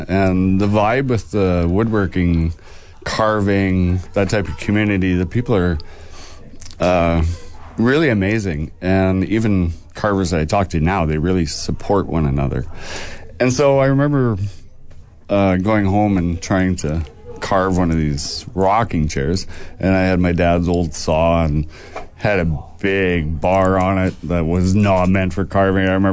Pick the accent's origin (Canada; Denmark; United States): Canada; Carman, Manitoba; Yeah, so I am from Carmen. I have a farm between Elm Creek and Carmen.